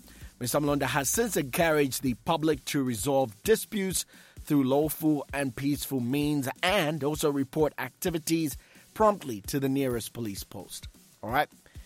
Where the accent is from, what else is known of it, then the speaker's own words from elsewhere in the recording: Ndola, Copperbelt, Zambia; moved away; That's my hometown